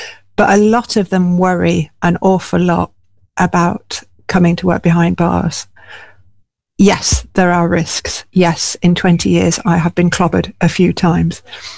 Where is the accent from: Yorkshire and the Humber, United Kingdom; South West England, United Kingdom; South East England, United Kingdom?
Yorkshire and the Humber, United Kingdom; Hull; I grew up in Hull. I went to state schools.